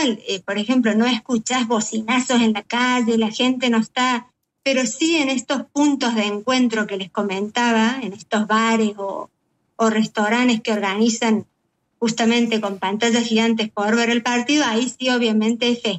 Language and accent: Spanish; Córdoba, Argentina; moved away as an adult; also born or lived in Villa Allende; now in Switzerland; Somos los cuatro cordobeses, mi marido y mis dos hijos, que nos vinimos, bueno, por trabajo y acá estamos, pero bueno, el corazón sigue obviamente allá y vamos siempre y bueno, culturalmente somos argentinos acá, sí, también.